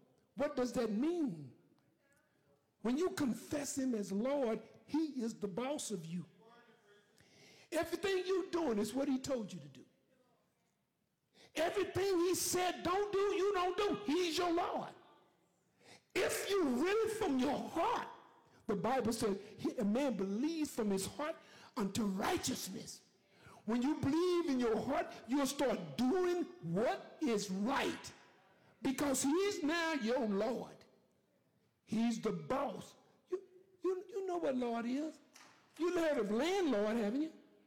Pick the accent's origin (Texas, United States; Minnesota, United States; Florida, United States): Texas, United States; Huntsville; born there